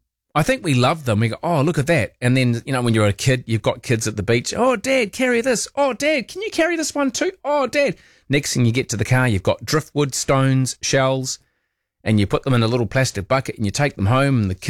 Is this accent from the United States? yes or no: no; Christchurch, Canterbury, New Zealand; Christchurch, what's going on there? My hometown, hot as it's ever been in June.